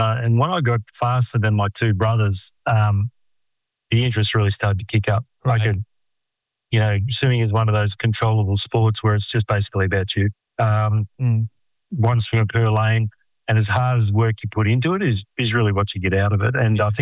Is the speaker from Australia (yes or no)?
yes; Rockhampton, Queensland, Australia; Well, I'm one of the lucky people in this country, Des, to grow up in a country town. Oh. I grew up in a country town called Rockhampton.